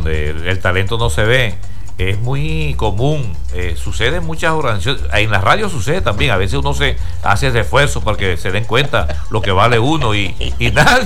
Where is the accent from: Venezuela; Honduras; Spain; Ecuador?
Venezuela; Caicara; now in Maturín, Venezuela; cuando nosotros nos vinimos de Caicara.